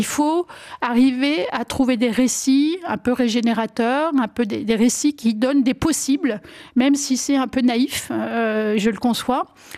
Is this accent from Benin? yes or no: no; Grand Est, France; born there; Alors, je suis née dans la Marne, je suis née dans ce qu'on appelait la Champagne pouilleuse.